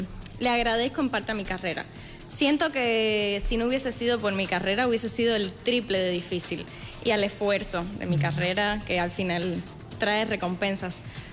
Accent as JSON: {"language": "Spanish", "country": "Cuba", "moved": "as an adult", "lives_now": "Monterrey, Mexico", "said": "soy cubana, bailarina cubana, que vivo en Monterrey ya hace 2 años."}